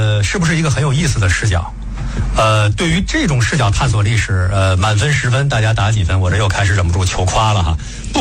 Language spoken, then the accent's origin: Chinese; China